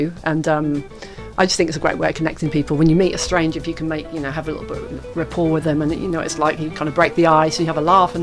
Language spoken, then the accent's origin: English; Great Yarmouth, East of England, United Kingdom; moved away as an adult; now in Australia; obviously I've grown up here.